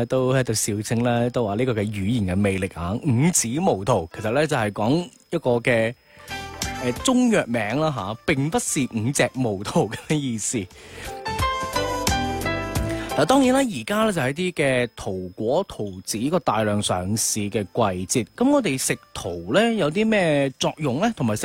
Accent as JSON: {"language": "Cantonese", "region": "Guangdong", "country": "China", "said": "我哋广东人"}